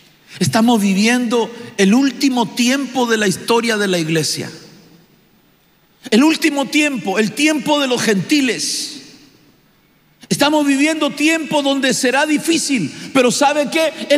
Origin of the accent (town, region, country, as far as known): Chile